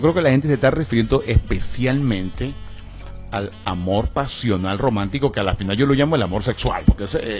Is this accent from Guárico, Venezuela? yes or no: yes; Guárico, Venezuela; also born or lived in Aragua / Carabobo; Entre Guárico, Aragua, ajá, Carabobo.